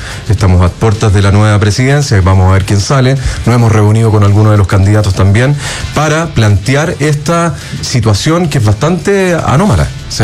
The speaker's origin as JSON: {"language": "Spanish", "country": "Chile", "said": "Somos todos chilenos. No hay ninguno extranjero. Somos 23 agentes FIFA chilenos."}